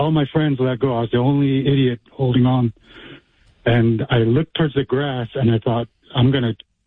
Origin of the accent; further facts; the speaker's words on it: Pine Ridge Indian Reservation, South Dakota, United States; I grew up on Pine Ridge Indian Reservation. We didn't have that much roads.